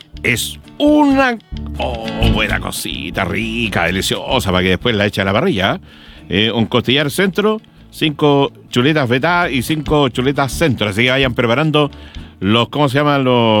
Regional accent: Chile; nuestro país hermoso, largo y angosto territorio llamado Chile.

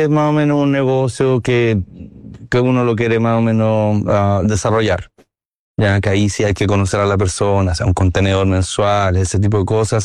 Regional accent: Chile; moved away as an adult; now in Shanghai, China; Somos pro Chile. Yo soy bien nacionalista. A mí me toca Chile. Y no vivo en Chile hace 12 años.

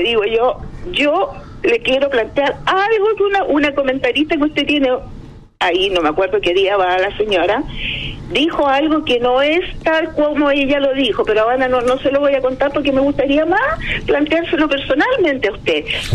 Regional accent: Santiago Metropolitan Region, Chile; Nacida y criada en Las Valles, al llegar a Rodrigo de Araya.

